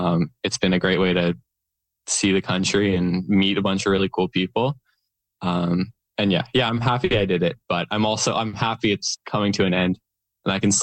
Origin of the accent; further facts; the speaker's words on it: Victoria, British Columbia, Canada; moved away as an adult; now in Halifax, Canada; I graduated in Victoria, I grew up in Victoria, but I'm going to university in Halifax